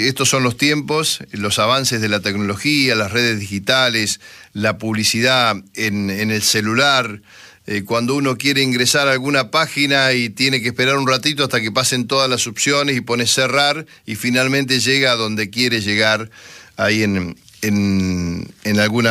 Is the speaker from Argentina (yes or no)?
yes; 25 de Mayo, Buenos Aires Province, Argentina; born or raised there; now in Buenos Aires, Argentina